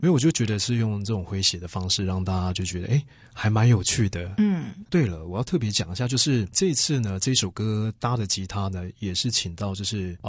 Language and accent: Chinese; Kaohsiung, Taiwan; 我是客家人，对，所以不管是客语的啦，还是台语，因为我是高雄小孩嘛，所以基本上我台语也算蛮练登的